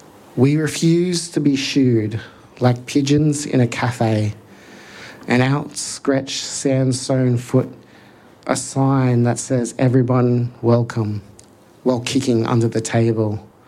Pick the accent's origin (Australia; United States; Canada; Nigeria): Australia; New South Wales; born or raised there